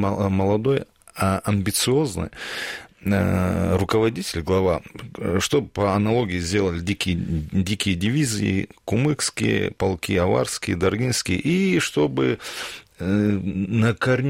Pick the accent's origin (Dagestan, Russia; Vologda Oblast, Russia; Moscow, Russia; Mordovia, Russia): Dagestan, Russia; Потому что я аварец, русский националист.